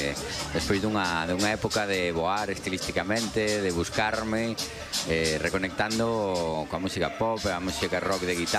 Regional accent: Monterroso, Galicia, Spain; Ante todo son do Monterroso, pero bueno, que teño moitos amigos aquí

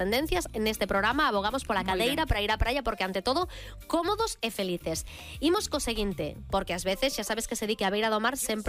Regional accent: Galicia, Spain

